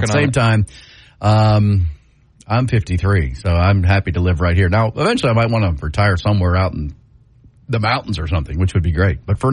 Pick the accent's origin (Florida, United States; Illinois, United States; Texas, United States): Texas, United States; Houston; now in Austin, United States; Because I grew up in Houston.